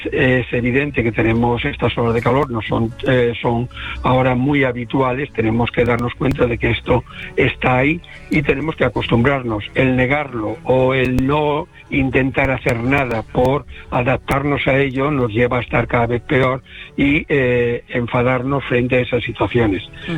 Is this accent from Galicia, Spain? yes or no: yes; Galicia, Spain; Como buen gallego voy allí.